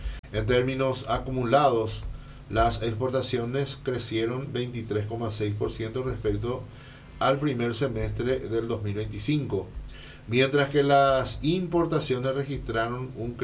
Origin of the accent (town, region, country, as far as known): Paraguay